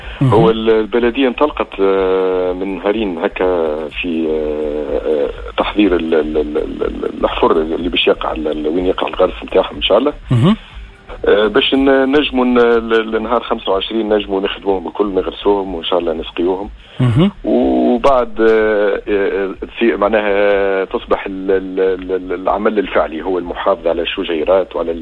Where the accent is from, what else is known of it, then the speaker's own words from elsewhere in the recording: Sahel, Tunisia; وإذا يكون طقس معتدل كما اللي موجود عندنا في الساحل